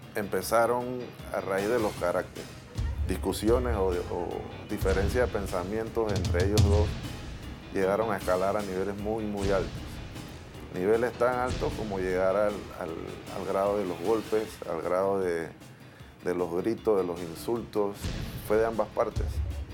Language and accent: Spanish; Panama; Mi infancia fue aquí en la República de Panamá, donde una mujer muy luchadora trató de sacarme adelante